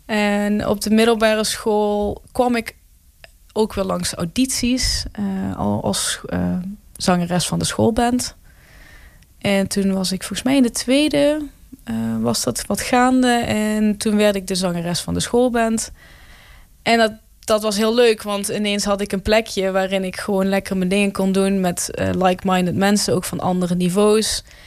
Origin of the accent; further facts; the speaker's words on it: Roermond, Limburg, Netherlands; ik groeide op in Maasniel. In Neel.